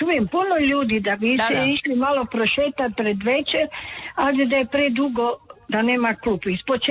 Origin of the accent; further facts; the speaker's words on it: Rijeka, Primorje-Gorski Kotar County, Croatia; ja sam Riječanka, rođena